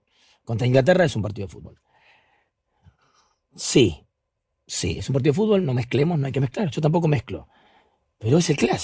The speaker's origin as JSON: {"language": "Spanish", "country": "Argentina", "said": "Ahí sí somos argentinos"}